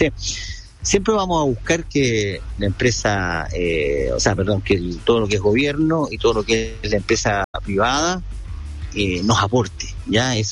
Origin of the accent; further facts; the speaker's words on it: Antofagasta, Chile; Soy de acá de Antofagasta.